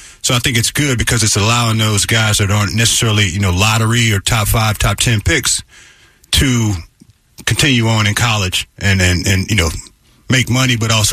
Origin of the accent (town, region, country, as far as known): St. Louis, Missouri, United States